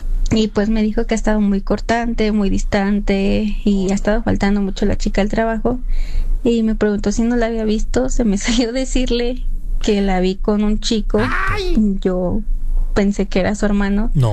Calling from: Ciudad Nezahualcóyotl, State of Mexico, Mexico; los escucho desde Ciudad Nezahualcóyotl

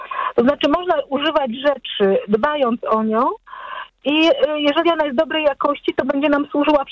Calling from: Lesser Poland, Poland; ja mieszkam pod Krakowem

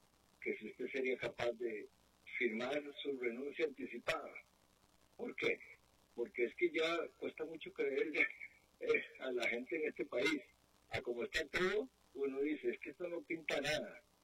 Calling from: Costa Rica; yo como costarricense común y corriente

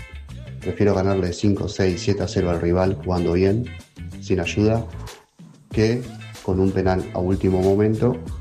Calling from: Lanús, Buenos Aires Province, Argentina; Lanús, hincha de River

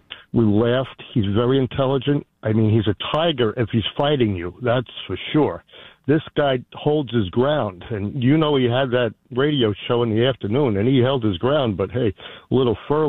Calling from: North Babylon, New York, United States; I'm from North Babylon.

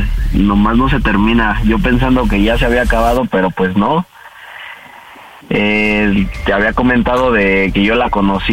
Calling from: Mexico City, Mexico; directamente desde Iztapalapa

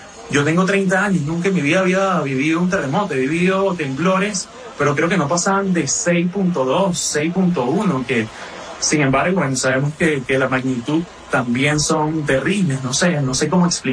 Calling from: Chacao, Miranda, Venezuela; Yo vivo en Chacao

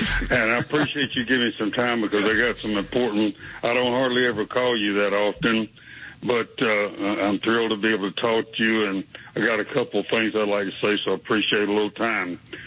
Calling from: Atlanta, Georgia, United States; I live in Atlanta most of my life after I graduated.

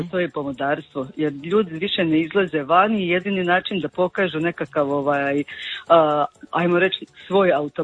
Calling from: Drniš, Šibenik-Knin County, Croatia; ja dolazim iz Drniša

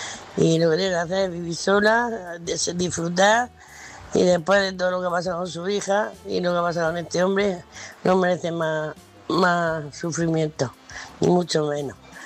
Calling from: Murcia, Region of Murcia, Spain; de Murcia.

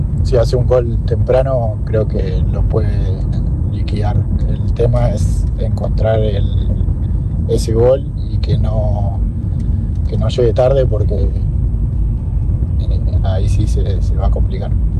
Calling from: San Fernando, Buenos Aires Province, Argentina; de San Fernando.

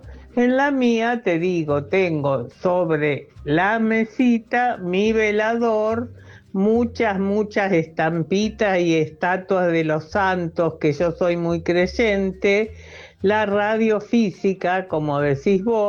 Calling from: Rosario, Santa Fe, Argentina; de Rosario.

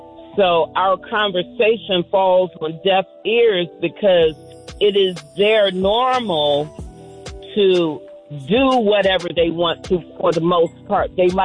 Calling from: Douglasville, Georgia, United States; from Douglasville.

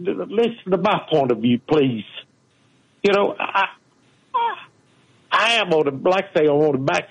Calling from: the South, United States; I'm from the South, and I love the South

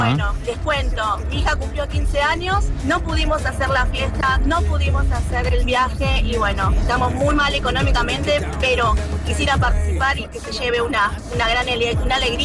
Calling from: Berazategui, Buenos Aires Province, Argentina; de Berazategui

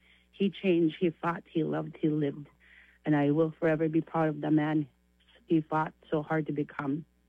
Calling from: Anchorage, Alaska, United States; I'm calling from Anchorage

